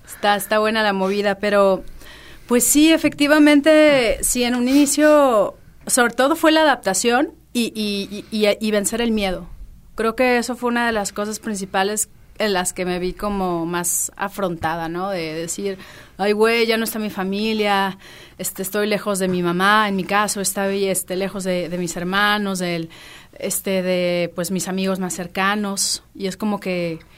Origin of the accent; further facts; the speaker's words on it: Guadalajara, Jalisco, Mexico; born there; moved away as an adult; now in Mexico City, Mexico; Efectivamente, sí, pues nací aquí, en Guanatos. Siempre me encanta volver, porque pues de aquí es toda mi familia. Y ya los últimos años, pues ya me fui a dar el rol a la Ciudad de México.